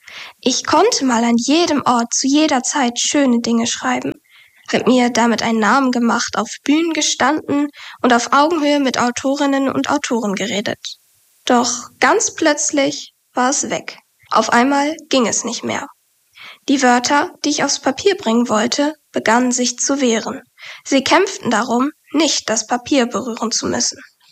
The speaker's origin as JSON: {"language": "German", "town": "Essen", "region": "North Rhine-Westphalia", "country": "Germany", "tie": "born there", "said": "ich bin 20 Jahre alt. Ich komme gebürtig aus Essen und studiere in Bochum."}